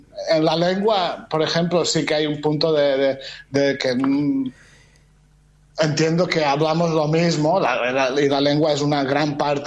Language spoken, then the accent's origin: Spanish; Balearic Islands, Spain; como mallorquín, aquí tenemos nuestra propia lengua, que es el catalán, tenemos nuestras costumbres